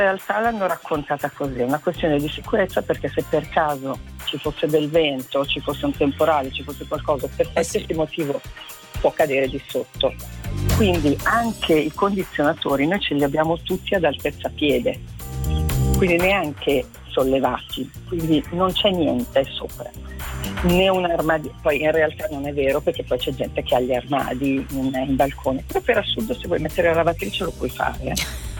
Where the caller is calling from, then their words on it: Milan, Lombardy, Italy; Io sono di Milano, ma oggi sono a Sanremo